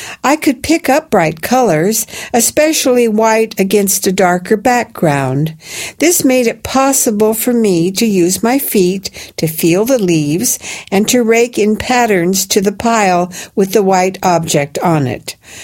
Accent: Clemson, South Carolina, United States; I grew up in Clemson, South Carolina, a relatively small college town near the Blue Ridge Mountains, in the northwestern portion of the state.

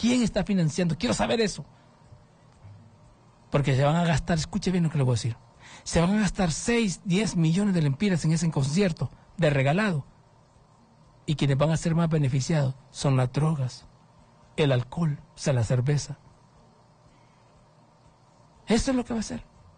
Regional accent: Honduras; pues yo soy ciudadano hondureño.

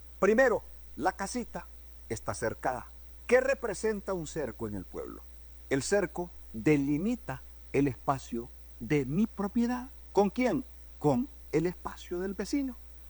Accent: Honduras; En mi pueblo le decimos palo

